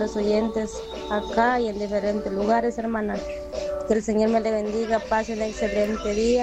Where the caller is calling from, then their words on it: El Carrizal, Chiquimula, Guatemala; Le estoy escuchando aquí en la del Carizal Chiquimula.